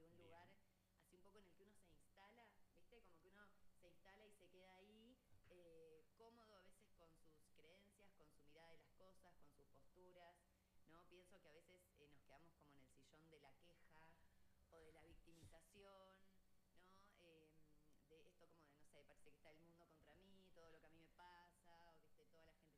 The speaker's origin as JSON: {"language": "Spanish", "region": "Neuquén", "country": "Argentina", "said": "No, encima somos neuquinos."}